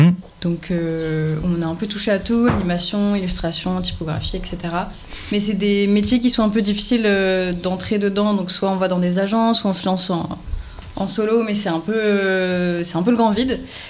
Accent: Angers, Pays de la Loire, France; En plus, c'était loin parce que nous, on est d'Angers.

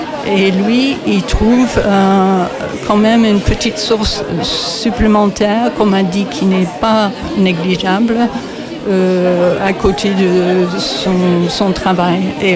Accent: England, United Kingdom; French is a second language; now in France; moi en tant qu'anglaise d'origine

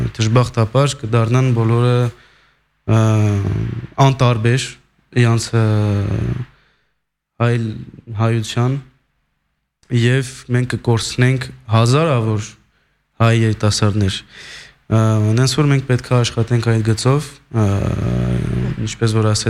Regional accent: Lyon, Auvergne-Rhône-Alpes, France; Ես Լիոնից եմ

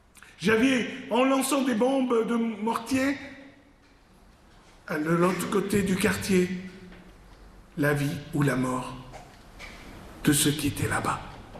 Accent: Lebanon; moved away; moi qui avais grandi dans un pays qui était en pleine guerre. Je suis Libanais d'origine, je vivais dans un pays qui était en guerre civile.

